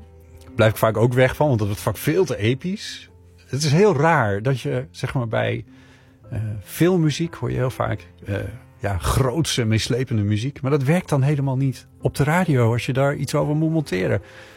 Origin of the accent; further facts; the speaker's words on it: Friesland, Netherlands; dat vroeger toen ik klein was in Friesland op de boerderij woonde.